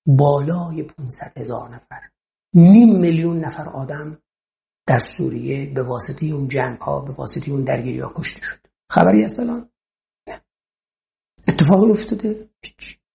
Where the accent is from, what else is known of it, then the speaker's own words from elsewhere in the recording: Gilan, Iran; خب بچه گیلانم